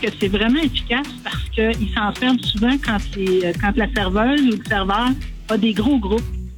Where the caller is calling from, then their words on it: Saint-Jean-sur-Richelieu, Quebec, Canada; En fait, moi, je suis de Saint-Jean-sur-Richelieu